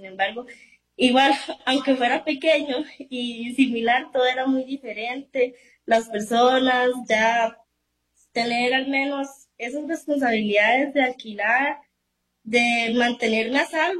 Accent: Rey Curré, Puntarenas, Costa Rica; moved away as an adult; Yo me crecí en mi comunidad, en Yimbacá. Ahí estuve en la escuela y también en el colegio. Saqué mi bachillerato en educación media en el Liceo Rural Yimbacá.

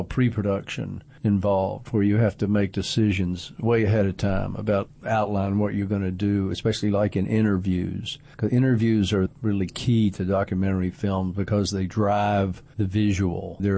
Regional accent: Chattanooga, Tennessee, United States; In Chattanooga, when I went to Baylor and graduated in 71, and there was nothing to do with art there.

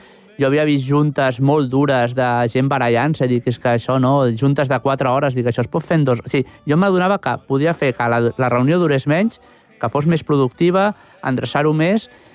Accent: Barcelona, Catalonia, Spain; I ara jo faig molta més vida al meu barri de les Corts o baixo cap a Sants. A la meva infantesa no vam baixar mai cap a Sants.

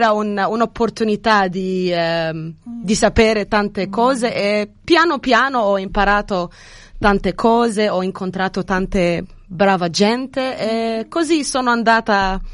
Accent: Cairo, Cairo Governorate, Egypt; Italian is a second language; moved away as an adult; now in Australia; Sono egiziana, vengo dal Cairo.

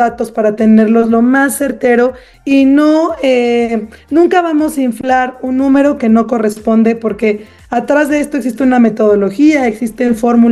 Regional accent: Mexico; volvíamos a identificarnos como somos los mexicanas y los mexicanos.

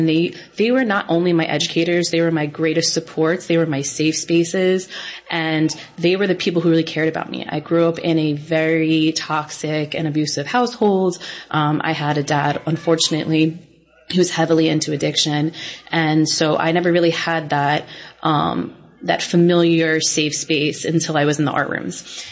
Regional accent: New York, United States; being a New Yorker

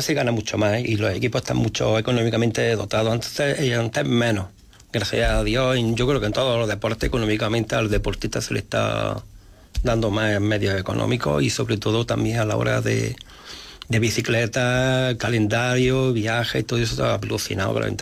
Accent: Alhendín, Andalusia, Spain; born or raised there

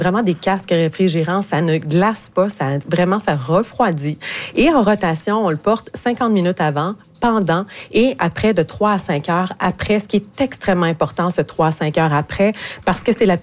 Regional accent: Montreal, Quebec, Canada; même si je viens de Montréal.

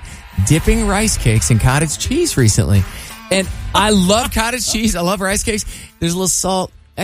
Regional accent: Iowa, United States; moved away; I grew up in Iowa

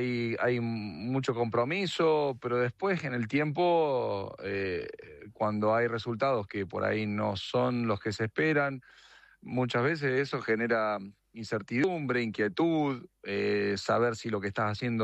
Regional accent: Argentina; nosotros como argentinos lo cuestionamos mucho.

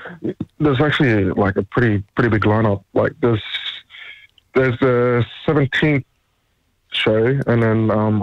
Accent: Darwin, Northern Territory, Australia; also born or lived in Alice Springs / Lajamanu / Docker River; now in Adelaide, Australia; I was born in Alice Springs in 93. Grew up in Darwin. Grew up in Darwin and lived in La Jumanu and Dock River, and now I'm in Adelaide.

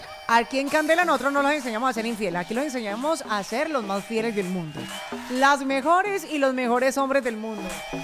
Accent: Cali, Valle del Cauca, Colombia; Como acá, como buenos caleños, nos encanta también la salsa.

